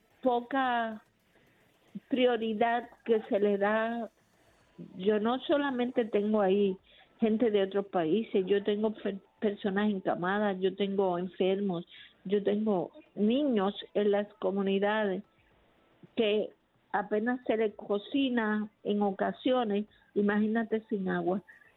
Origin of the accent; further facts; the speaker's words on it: Loíza, Puerto Rico; estamos también representados los loiseños, Puerto Rico completo.